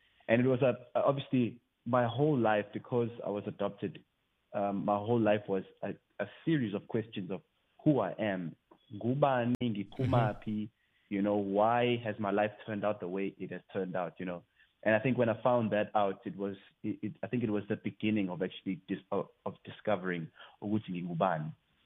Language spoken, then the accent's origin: English; Greytown, KwaZulu-Natal, South Africa; moved away as an adult; also born or lived in Pietermaritzburg, KwaZulu-Natal; now in Cape Town, South Africa; now based in Cape Town, but I was born in Pietermaritzburg, KwaZulu-Natal, and then I was adopted at Greytown. So I grew up in Greytown with a lot of siblings.